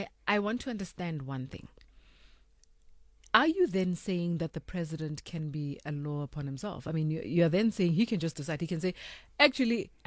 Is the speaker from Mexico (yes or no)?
no; South Africa